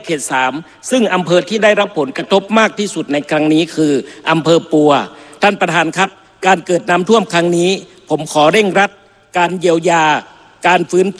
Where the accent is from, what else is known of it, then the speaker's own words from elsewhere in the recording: Nan Province, Nan, Thailand; แม้ว่าผมจะเป็นส.ส.คนจังหวัดน่านเขต2แต่เหนือสิ่งอื่นใดผมเป็นคนจังหวัดน่าน